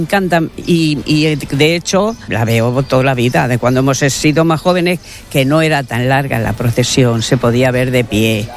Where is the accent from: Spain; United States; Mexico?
Spain; Toledo, Castilla-La Mancha; Mira, yo soy toledana de pura cepa y no lo puedo resistir